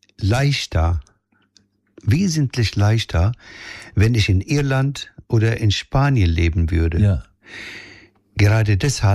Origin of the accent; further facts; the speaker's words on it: Palestine; now in Germany; als Palästinenser nicht und als Bürger dieses Landes auch nicht